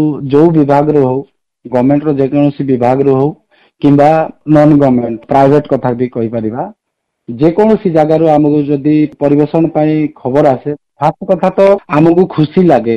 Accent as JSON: {"language": "Odia", "town": "Nabarangpur", "region": "Odisha", "country": "India", "tie": "born or raised there", "said": "ମୁଁ ଯେହେତୁ ମୋର ଜନ୍ମ ନବରଙ୍ଗପୁର ମାଟିରେ, ମୋର ପାଳି ବଢିକିରି ବଡ଼ ହେଇଛି, ନବରଙ୍ଗପୁର ମାଟିରେ ଖେଳିଛି"}